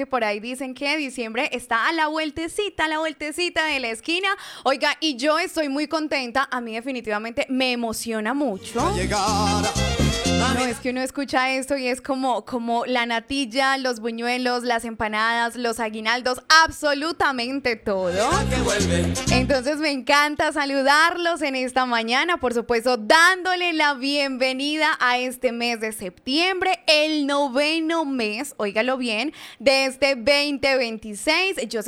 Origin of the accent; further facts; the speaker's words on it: Fredonia, Antioquia, Colombia; ayer cayó agüita, pero gracias a Dios bastante agüita para mi pueblo, para Fredonia.